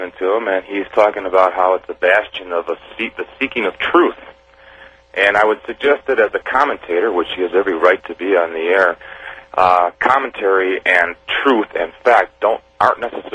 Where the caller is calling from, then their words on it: Kenosha, Wisconsin, United States; from Kenosha, Wisconsin.